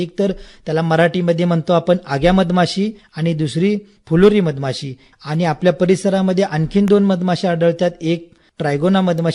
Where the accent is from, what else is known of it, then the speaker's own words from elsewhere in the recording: Kaneri, Maharashtra, India; तर मी या कणेरी गावचा आहे.